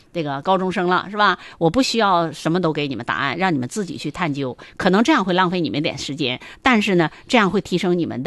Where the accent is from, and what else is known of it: China